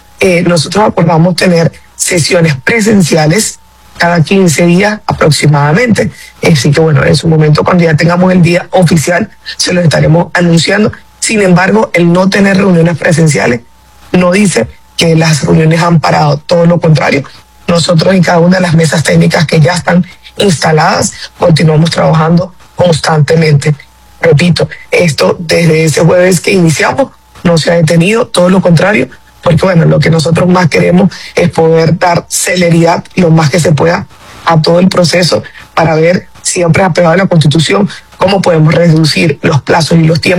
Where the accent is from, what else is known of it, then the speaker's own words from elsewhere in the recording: Zulia, Venezuela; bueno, yo particularmente, que soy del estado de Zulia, vivo constantemente los racionamientos